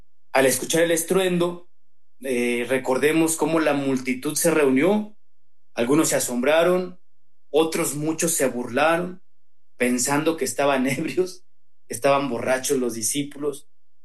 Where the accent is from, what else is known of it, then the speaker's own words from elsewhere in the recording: Villa de Reyes, San Luis Potosí, Mexico; now in Irapuato, Mexico; misionero del Espíritu Santo. Soy del municipio de Villa de Reyes, San Luis Potosí. Pero ahorita estoy en el servicio en la ciudad de Irapuato